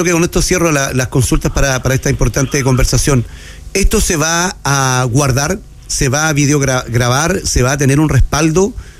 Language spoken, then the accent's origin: Spanish; Antofagasta, Chile; yo soy de Antofagasta toda la vida, y he estado en varios temblores fuertes o terremotos acá en la ciudad de Antofagasta